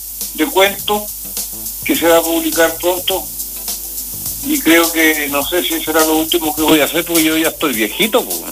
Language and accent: Spanish; Aysén, Chile; por qué se llamaba allá en mi tierra, en Patagonia.